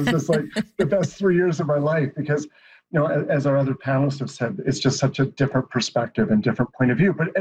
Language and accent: English; Canada; I think being Canadian is somehow a respect of each other